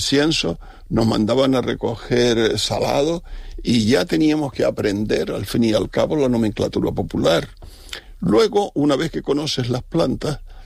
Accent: Villa de Mazo, Canary Islands, Spain; la fiesta del Corpus Christi, que es la fiesta mayor, además, de mi pueblo, de Villa de Masso

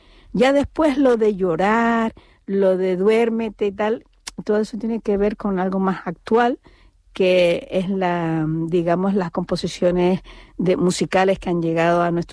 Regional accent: Canary Islands, Spain; la lengua que hablamos hoy en día, que es el español de Canarias

